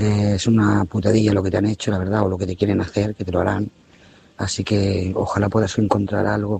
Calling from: Lloret de Mar, Catalonia, Spain; de Lloret de Mar.

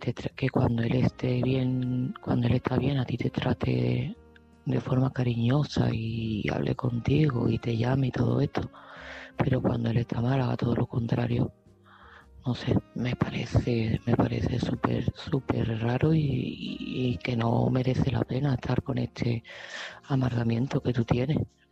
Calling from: Seville, Andalusia, Spain; de Sevilla.

